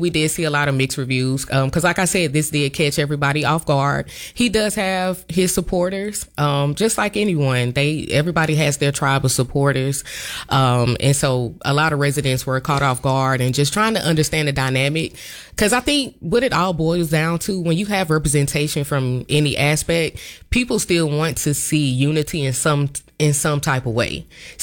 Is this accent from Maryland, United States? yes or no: no; Augusta, Georgia, United States; now in Grovetown, United States; I was raised in Richmond County. I'm a product from Butler High School. My roots are in Richmond County before I got to Grovetown.